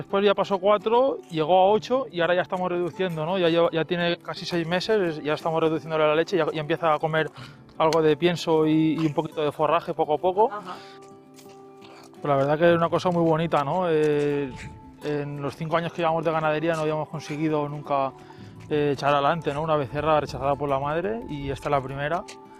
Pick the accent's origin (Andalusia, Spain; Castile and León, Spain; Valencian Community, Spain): Valencian Community, Spain; Bocairent